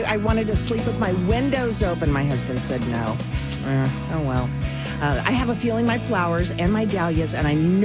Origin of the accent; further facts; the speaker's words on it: Midwest, United States; now in Lower Mainland, Canada; I grew up with them in the Midwest